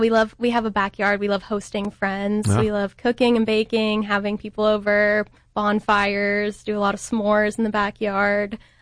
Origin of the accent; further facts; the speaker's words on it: Cincinnati, Ohio, United States; moved away as an adult; now in Columbus, United States; So I grew up in Cincinnati. So my family is there. I go and visit them pretty often and they come up and visit me. So happy to have them relatively close by. I live in Columbus, just east of downtown, Old Town East area.